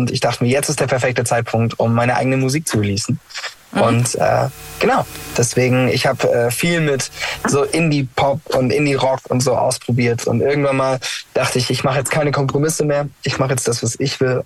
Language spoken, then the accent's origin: German; Ravensburg, Baden-Württemberg, Germany; Jawohl, da komme ich her, die Stadt der Türme. Ganz, ganz unten so drei Ländereck zwischen der Schweiz, Österreich und South Germany.